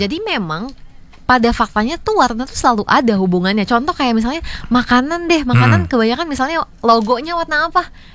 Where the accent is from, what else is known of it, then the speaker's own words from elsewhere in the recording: Balikpapan, East Kalimantan, Indonesia; moved away as an adult; now in Tambun, Indonesia; Saya dari Balikpapan, Kalimantan Timur nih kebetulan.